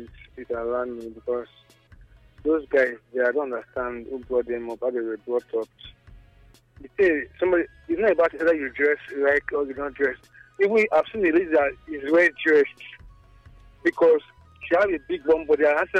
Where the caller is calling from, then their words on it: Nigeria; I'm calling from Nigeria.